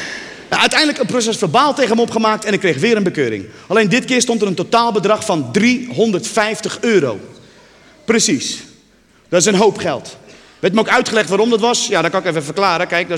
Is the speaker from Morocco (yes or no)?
yes; Morocco; ik ben gewoon een Marokkaan die heel goed Nederlands kan praten